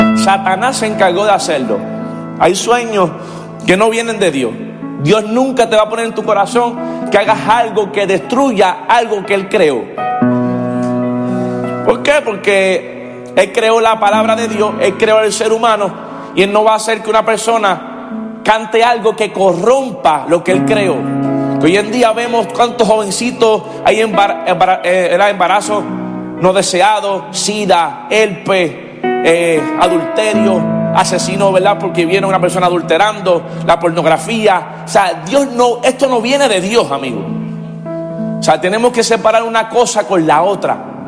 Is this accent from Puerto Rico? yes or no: yes; Carolina, Puerto Rico; now in United States; Yo me crié en Carolina, donde la gente de pues, reggaetón era lo más que se escuchaba.